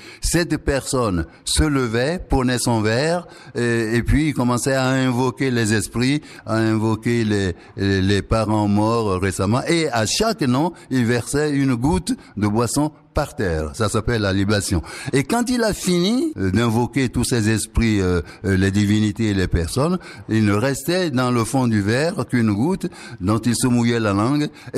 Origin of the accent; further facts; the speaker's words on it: Togo; moved away; also born or lived in Greenland; Je n'ai jamais vu ça chez moi au Togo.